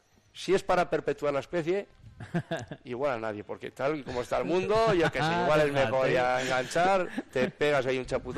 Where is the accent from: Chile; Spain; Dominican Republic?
Spain; Soria, Castile and León; En mi zona, pues, ¿qué os voy a decir? La zona de Pinares, ya no solo mi pueblo, la zona de Pinares es que es increíble.